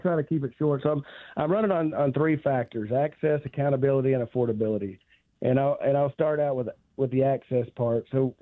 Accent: Cecil, Arkansas, United States; I'm from Cecil, Arkansas. I'm sixth generation there to my community.

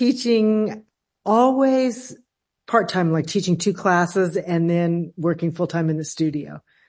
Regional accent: El Paso, Texas, United States; I'm from El Paso original

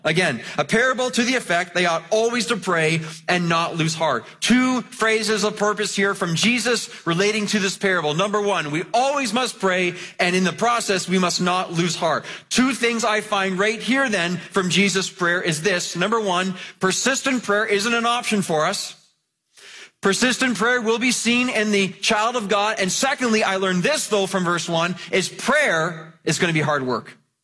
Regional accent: Mississauga, Ontario, Canada; I grew up in Clarkson, Mississauga. And I went to a school called Clarkson Public School

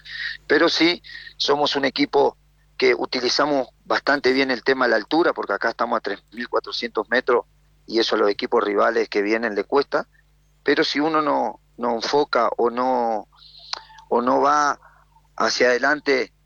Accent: Argentina; now in Peru; Y más en mi país, que lo quiero mucho.

